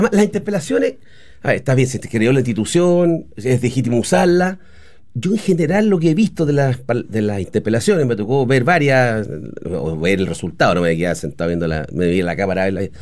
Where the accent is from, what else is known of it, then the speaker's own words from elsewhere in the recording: Chile; nosotros los chilenos